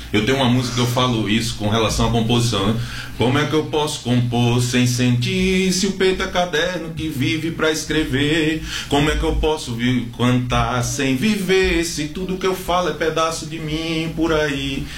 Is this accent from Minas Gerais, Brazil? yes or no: no; Belém, Paraíba, Brazil; Eu sou nordestino, sou paraibano, sou de Belém, a terra, casa de pai, terra de pais, casa do pão, não é?